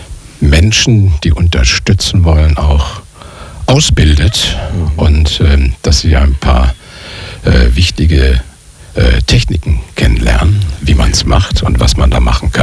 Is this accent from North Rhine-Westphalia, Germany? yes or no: yes; Wuppertal, North Rhine-Westphalia, Germany; ich komme aus Wuppertal